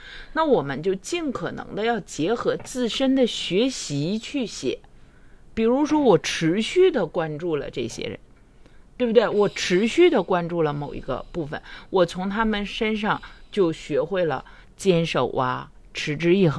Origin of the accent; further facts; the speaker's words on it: Harbin, Heilongjiang, China; 咱家乡啊，咱哈尔滨啊